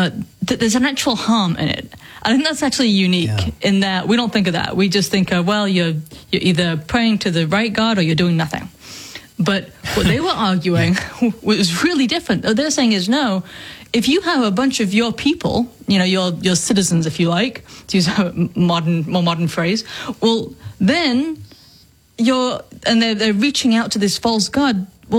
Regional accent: England, United Kingdom; now in United States; I grew up in England, I came over to the United States, and we haven't really dealt with paganism per se.

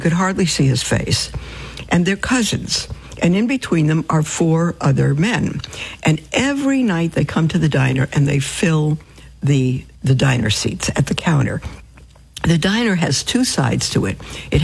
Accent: New York City, New York, United States; moved away; I was raised in Brooklyn.

